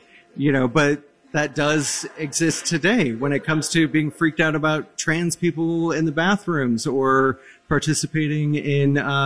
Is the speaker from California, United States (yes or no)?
no; Iowa, United States; But in my hometown, it's a museum for The Music Man.